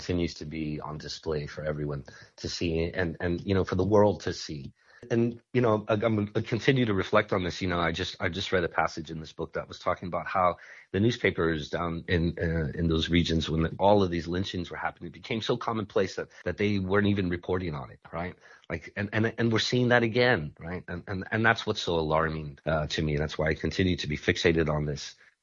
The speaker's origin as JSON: {"language": "English", "town": "San Antonio", "region": "Texas", "country": "United States", "tie": "born or raised there", "said": "I grew up in San Antonio"}